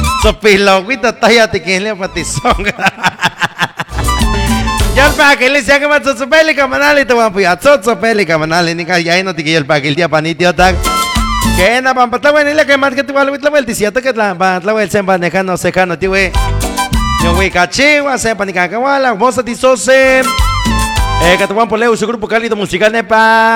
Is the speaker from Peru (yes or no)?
no; Oxoma, Mexico; en Oxoma, en mi pueblo querido, mi pueblo mágico